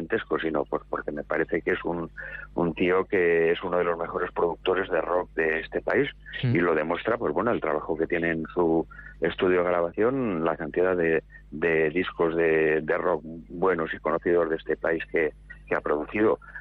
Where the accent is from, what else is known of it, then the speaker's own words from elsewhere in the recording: Barbastro, Aragon, Spain; born there; Yo nací ahí al lado, en Barbastro.